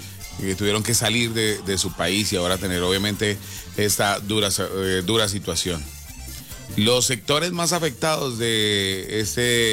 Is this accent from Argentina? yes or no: no; Colombia; nosotros como colombianos